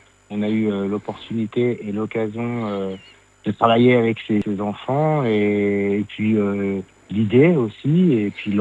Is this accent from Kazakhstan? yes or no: no; Lille, Hauts-de-France, France; Après, on vient de Lille, donc tu sais, Lille, c'est un carrefour, hein.